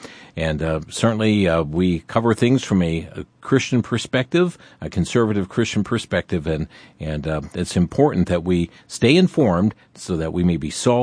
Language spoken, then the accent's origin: English; Wisconsin, United States; And I'll just mention, I'm from Western Wisconsin.